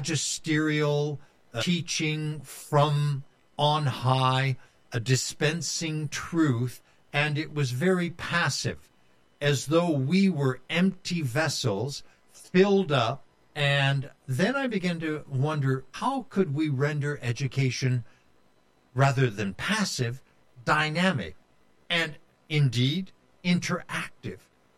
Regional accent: Marshall, Texas, United States; born there; Certainly. I was born in 1950 in Marshall, Texas.

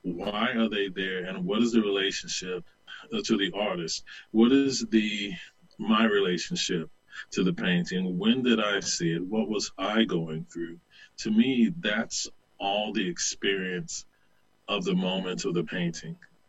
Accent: the South, United States; I grew up in the Bible Belt, and it's who I was. It's who I continue to be in many ways. I don't consider myself a Christian at this point

